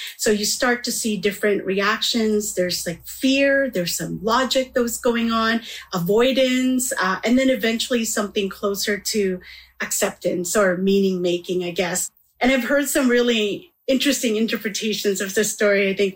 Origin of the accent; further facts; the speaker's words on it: Manitoba, Canada; And so growing up in Manitoba, those landscap